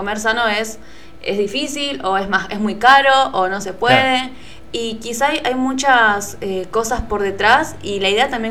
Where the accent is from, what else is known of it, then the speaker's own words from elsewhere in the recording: Argentina; soy de Buenos Aires.